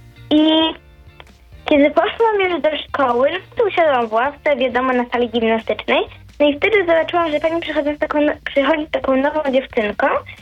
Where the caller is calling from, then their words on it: Bydgoszcz, Kuyavian-Pomeranian Voivodeship, Poland; teraz moja szkoła i ja mieszkam w Bydgoszczy